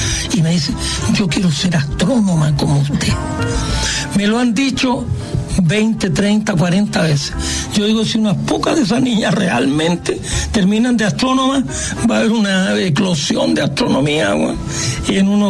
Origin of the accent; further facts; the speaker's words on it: Parral, Maule, Chile; now in Santiago, Chile; Pero Chile nos dio una oportunidad. Yo me crié en Parral, en la escuela 1, era todo gratuito.